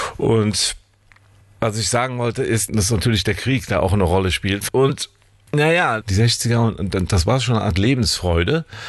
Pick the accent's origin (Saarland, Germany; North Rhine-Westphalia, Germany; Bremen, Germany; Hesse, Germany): North Rhine-Westphalia, Germany; Niederkassel; born or raised there